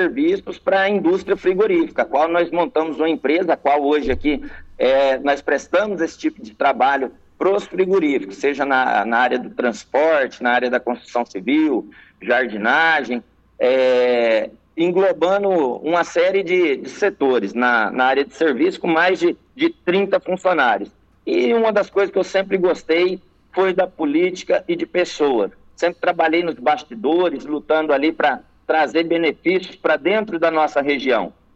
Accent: Colíder, Mato Grosso, Brazil; Mas a minha cidade é Colíder, né?

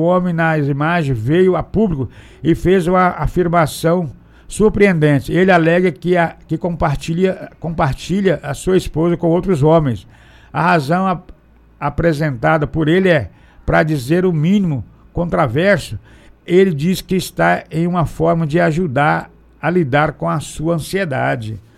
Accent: Barra do Garças, Mato Grosso, Brazil; eu sou de Barra do Garças

